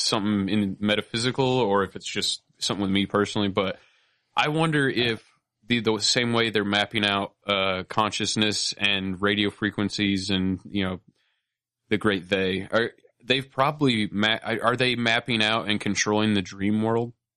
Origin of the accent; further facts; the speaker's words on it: Minnesota, United States; I'm from Minnesota, and I love the mask.